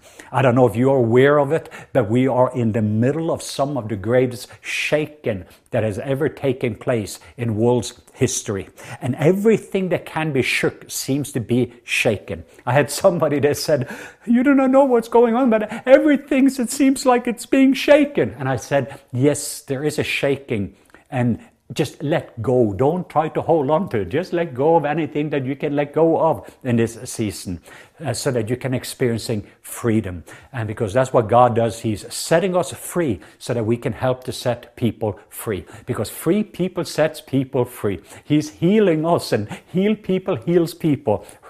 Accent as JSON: {"language": "English", "country": "Norway", "accent": "southern Norwegian", "second_language": "English", "lives_now": "Atlanta, United States", "said": "I'm from the country of Norway. I know that's surprising to some of you because my accent. Some of you thought that I had a southern accent, and that's correct because I'm from the southwest part of Norway. So I'm a true southerner."}